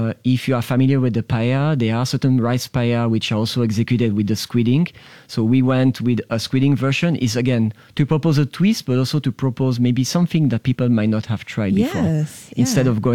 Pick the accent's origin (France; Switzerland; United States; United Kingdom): Switzerland; moved away; I'm originally from Switzerland